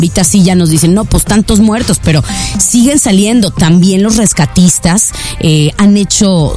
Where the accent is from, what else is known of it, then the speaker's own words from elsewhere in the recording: Mexico; Nosotras que somos mexicanas, nos duele que nuestros hermanos venezolanos estén pasando por algo así.